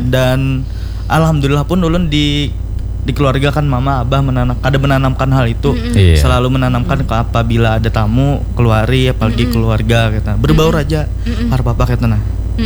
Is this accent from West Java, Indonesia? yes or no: no; Banjar, South Kalimantan, Indonesia; kita nih orang Banjar kan, Pak. Dikenal dengan orang yang ramah-tamah, sopan santun.